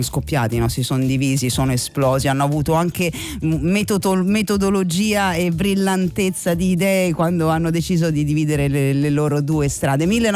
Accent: Rome, Lazio, Italy; Sono di Roma Est in realtà.

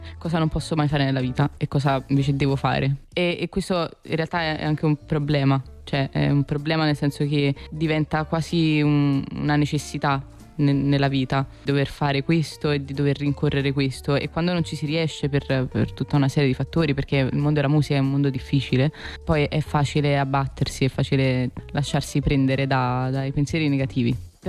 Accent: Naples, Campania, Italy; Cioè, vabbè, da napoletana, ma da persona che vive vicino al mare, io sento la differenza quando non ce l'ho attorno

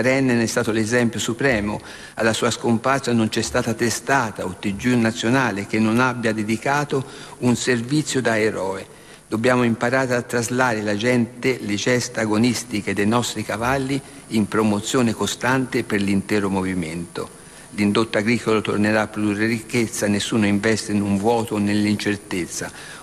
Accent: Santa Croce sull'Arno, Tuscany, Italy; A Santa Croce, il mio paese

